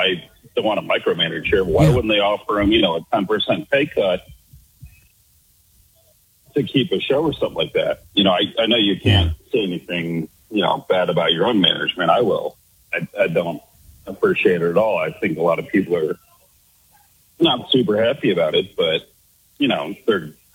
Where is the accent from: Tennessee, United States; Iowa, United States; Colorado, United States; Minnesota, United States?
Colorado, United States; Boulder; Yeah, no, I grew up in Boulder, listening to KBCO.